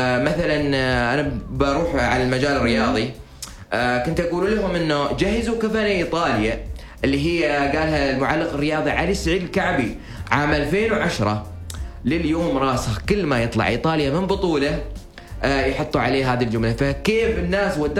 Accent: Oman; وإحنا كفريق طالع من سلطنة عمان أو من الخليج أو من الوطن العربي ويمثل الإسلام قبل كل شيء

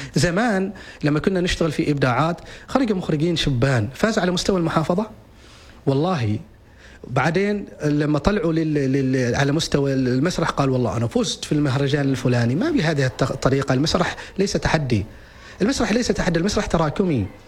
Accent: Oman; نحن كعمانيين عندنا إرث،

